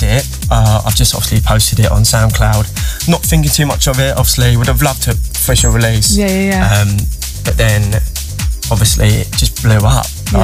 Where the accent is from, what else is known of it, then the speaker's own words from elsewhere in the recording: Maidstone, South East England, United Kingdom; I'm from Maidstone.